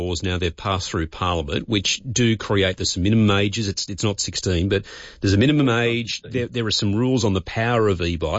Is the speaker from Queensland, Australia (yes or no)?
no; Sutherland Shire, New South Wales, Australia; a lot of people think I just go on about this because I'm from the Sutherland Shire, and we do have a particular problem in the Sutherland Shire.